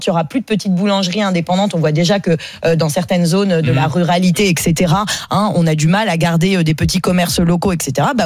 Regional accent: Paris, Île-de-France, France; Donc moi je suis parisienne aussi

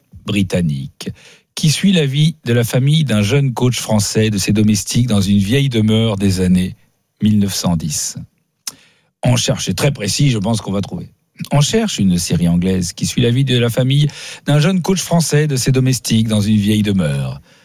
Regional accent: Paris, Île-de-France, France; dans un village dans le sud-ouest et moi je venais de Paris.

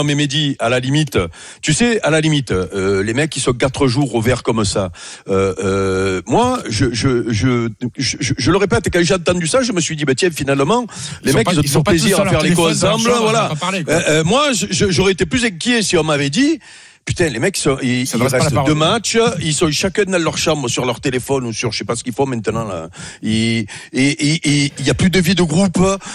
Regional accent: Robion, Provence-Alpes-Côte d'Azur, France; Je suis d'Avignon, moi. Ouais. Oh. Je suis Robion, les taillades.

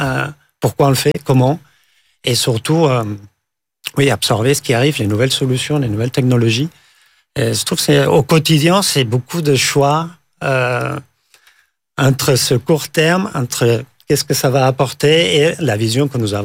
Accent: Catalonia, Spain; French is a second language; moved away as an adult; now in Paris, France

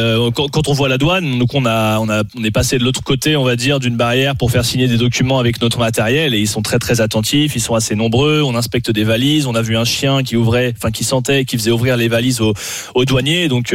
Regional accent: France; en tant que Français, on a pas eu de grands soucis

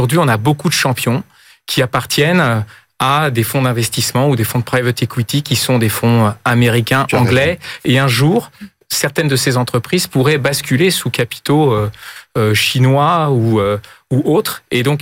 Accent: Nantes, Pays de la Loire, France; now in Paris, France; Moi, je suis pas parisien à l'origine, hein. Je suis nantais.

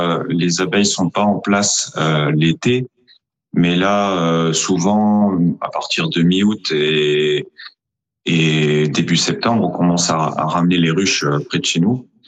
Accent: Provence-Alpes-Côte d'Azur, France; chez nous en Provence

